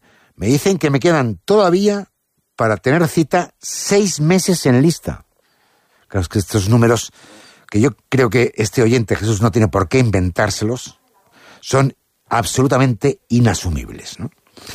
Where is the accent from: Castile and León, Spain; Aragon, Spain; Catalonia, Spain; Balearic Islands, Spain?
Castile and León, Spain; Torre Andaluz; para que vengas a oler la peste en mi pueblo, Torre Andaluz. … de momento no huele.